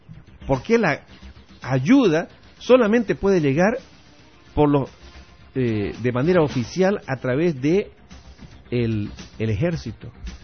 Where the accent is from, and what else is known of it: Bolivia